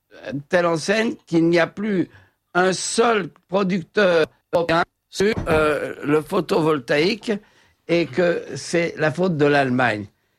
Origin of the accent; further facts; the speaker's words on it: France; chez nous, en France